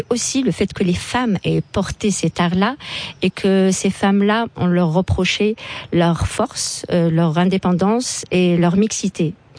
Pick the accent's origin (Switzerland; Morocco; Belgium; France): Morocco; Mais j'aurais aimé, en tant que marocaine, avoir des exemples de féministes marocaines.